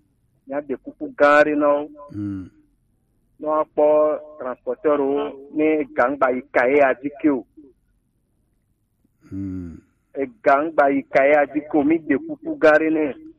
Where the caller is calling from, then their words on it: Pala, Mayo-Kebbi Ouest, Chad; Je suis de Pala.